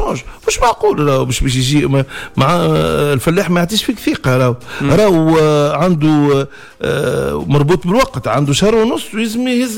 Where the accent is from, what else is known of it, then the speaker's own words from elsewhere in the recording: Tunisia; عندنا في تونس